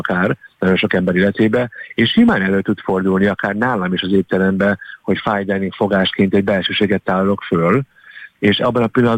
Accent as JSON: {"language": "Hungarian", "country": "Hungary", "tie": "born or raised there", "said": "Én Magyarországon születtem, Magyarországon éltem, Magyarországon nevelkedtem"}